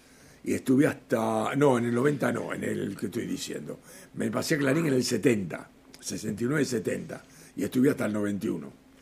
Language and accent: Spanish; San Telmo, Buenos Aires, Argentina; born there; San Telmo los sábados, y a Boca, yo nací en San Telmo.